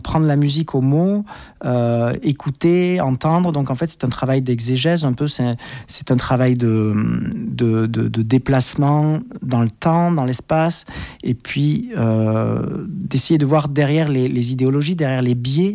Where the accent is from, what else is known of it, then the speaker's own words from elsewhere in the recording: France; Même si je suis métropolitain, je veux dire, c'est quand même la France